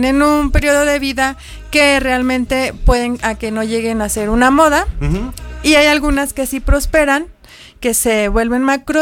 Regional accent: Zacatecas, Mexico; soy de Zacatecas con sangre hidalguense. Mi mamá y mi papá son de allá. Y pues ya emigraron hacia Zacatecas y acá pues nos estamos ya establecidos desde, bueno, mis papás desde hace 40 años.

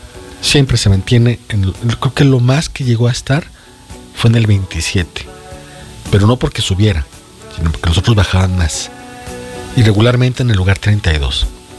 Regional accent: Zacatecas, Mexico; nuestro queridísimo y nunca bien ponderado estado de Zacatecas

